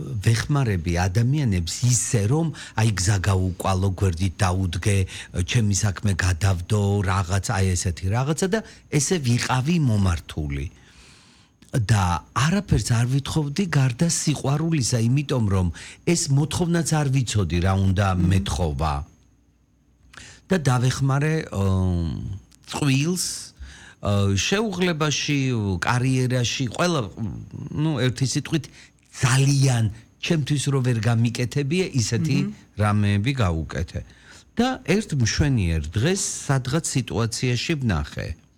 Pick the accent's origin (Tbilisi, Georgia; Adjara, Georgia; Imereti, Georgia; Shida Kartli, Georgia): Imereti, Georgia; moved away; იმერელი ვარ და საერთოდ პერიფერიიდან წამოსულ ადამიანებს ბრძოლის უნარი აქვთ